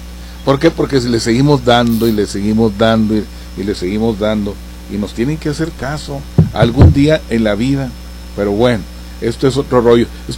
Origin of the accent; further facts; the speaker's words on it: Ciudad Juárez, Chihuahua, Mexico; Las personas que tenemos algún tiempo en Juárez o que somos de Juárez, nos hemos de acordar